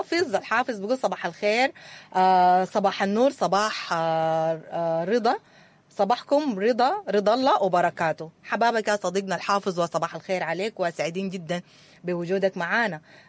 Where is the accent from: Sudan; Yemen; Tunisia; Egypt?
Sudan; قعدت يعني عاين كده فينا نحن كشعب سوداني، خاصه مع الظروف المره على البلد دي